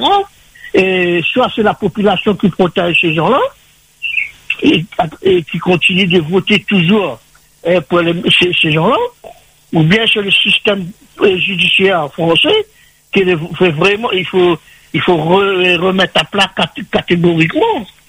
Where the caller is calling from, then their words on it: Saint-Benoît, Réunion; j'habite à Saint-Benoît